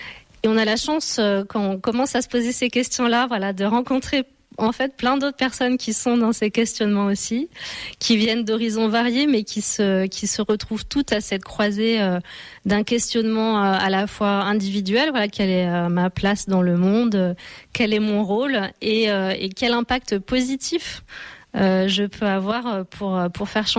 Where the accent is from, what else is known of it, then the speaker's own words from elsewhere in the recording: Lyon, Auvergne-Rhône-Alpes, France; moved away; je viens de Lyon